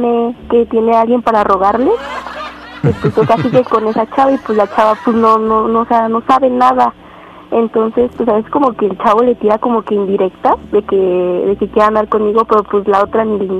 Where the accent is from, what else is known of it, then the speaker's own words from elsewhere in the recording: State of Mexico, Mexico; Tengo 13 años y soy del Estado de México.